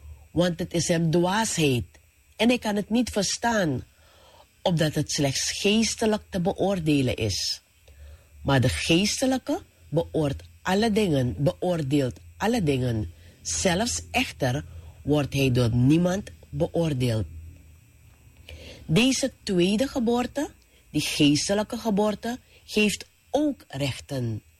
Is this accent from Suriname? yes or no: yes; Suriname; Ik werd geboren als Nederlander, omdat ik toen burger was van het Koninkrijk der Nederlanden. Maar na de onafhankelijkheid werd ik Surinamer. Ik ben nu een burger van de Republiek Suriname.